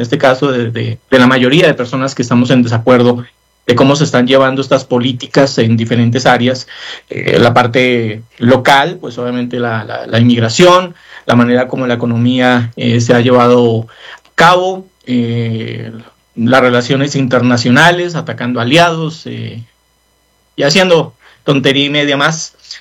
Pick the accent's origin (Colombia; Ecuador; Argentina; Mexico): Colombia; En mi país, digamos, en Colombia, que un presidente esté haciendo campaña política es ilegal, es corrupción. Posiblemente aquí pues está bien visto, ¿no?